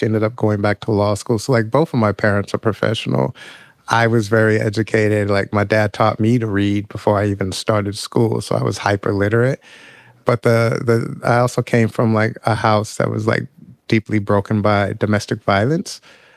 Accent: United States; the way that I grew up in Western norms and then what I experienced in prison, like one was just a continuation of the other for like a person in my positionality, which was like a young Black boy in America.

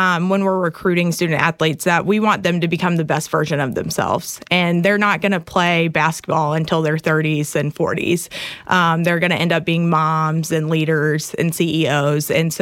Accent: Lynchburg, Virginia, United States

